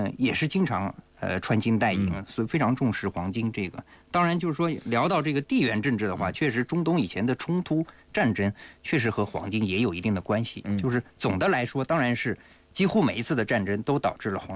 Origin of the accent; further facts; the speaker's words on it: China; 我们中国人